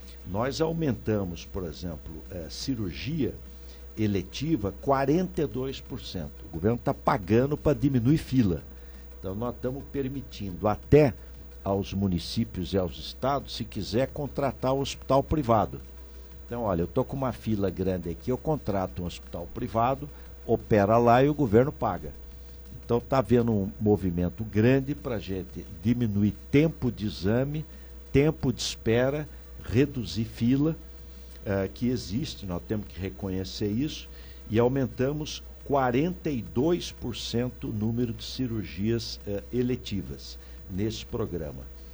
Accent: Pindamonhangaba, São Paulo, Brazil; born there; Eu nasci na Santa Casa de Pindamonhangaba.

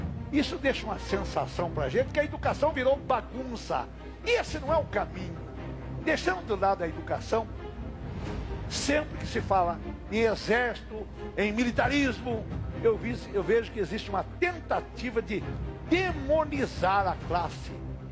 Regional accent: Paraná, Brazil; Lá no meu estado, lá no Paraná, todo mundo é a favor, ou a grande maioria é a favor.

